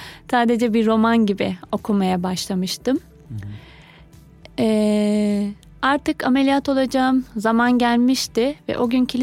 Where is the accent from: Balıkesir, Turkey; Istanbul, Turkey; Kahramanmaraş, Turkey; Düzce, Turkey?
Kahramanmaraş, Turkey; 29 yaşındayım. Evliyim, Kahramanmaraşlıyım.